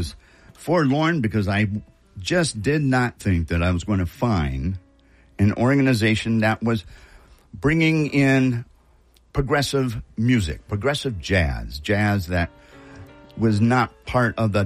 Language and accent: English; Madison, Wisconsin, United States; moved away as an adult; now in Columbus, United States; I'm from Madison, Wisconsin. My wife and I moved here 4 years ago to spend time with our granddaughter.